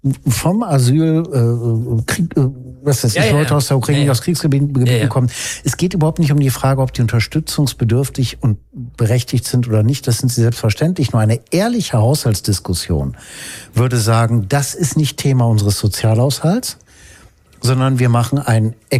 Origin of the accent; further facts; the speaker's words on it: North Rhine-Westphalia, Germany; Ich komme ja aus dem Ruhrgebiet